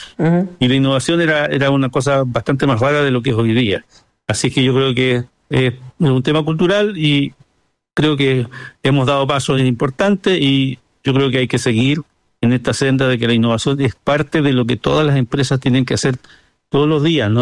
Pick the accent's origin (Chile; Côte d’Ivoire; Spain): Chile; Concepción, Biobío; Yo soy penquista, esta historia es en Concepción